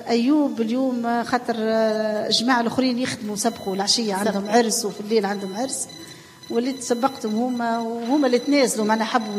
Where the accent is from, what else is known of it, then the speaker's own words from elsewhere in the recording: Moknine, Monastir Governorate, Tunisia; احنا في مكنين